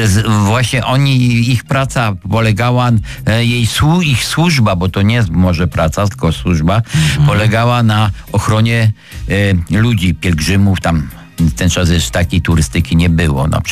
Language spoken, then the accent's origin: Polish; Silesian Voivodeship, Poland; ja byłem od dziecka z górami związany. Ja jestem Ślązakiem Cieszyńskim, ojciec się w Ustroniu urodził